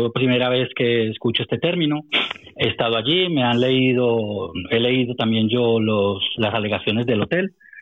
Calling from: Madrid, Community of Madrid, Spain; de Madrid.

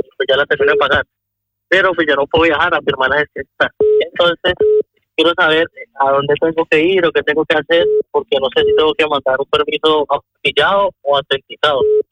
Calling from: Madrid, Community of Madrid, Spain; me comunico Madrid.

